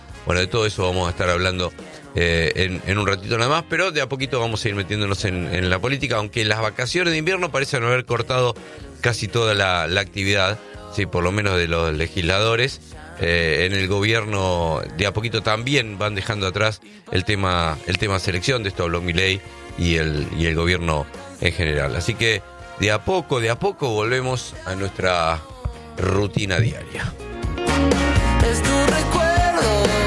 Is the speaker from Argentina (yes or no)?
yes; Argentina; somos argentinos